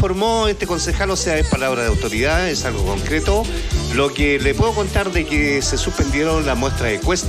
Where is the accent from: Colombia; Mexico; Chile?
Chile